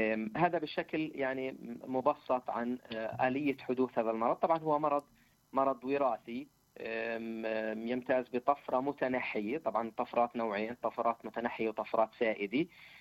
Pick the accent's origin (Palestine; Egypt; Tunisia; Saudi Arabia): Palestine; عندنا بفلسطين